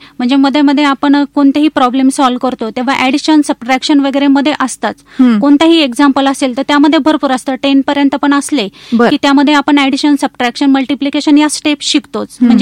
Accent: Lasalgaon, Maharashtra, India; born there; also born or lived in Kadwa sugar factory (Nashik district); now in Nashik, India; मूळची मी लासलगाव इथली आहे, पण माझ्या वडील सर्व्हिसला कादवा कारखाना येथे होते.

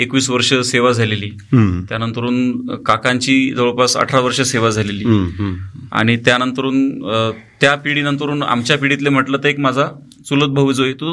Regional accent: Nashik district, Maharashtra, India; नाशिक जिल्ह्यात मालेगाव तालुक्यात आमचं एक सोनोज म्हणून गाव आहे, खेडेगाव आहे. त्या खेडेगावात आम्ही लहानाचे मोठे झालो.

